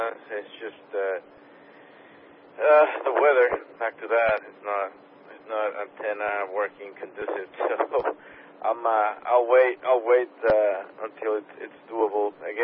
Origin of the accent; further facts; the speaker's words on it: Puerto Rico; moved away; I grew up in Puerto Rico, which is, you know, pretty humid.